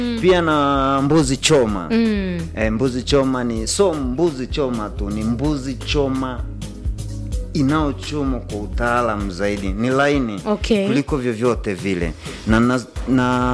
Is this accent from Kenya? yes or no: no; Kilimanjaro, Tanzania; Yes, mimi ni Mchaga.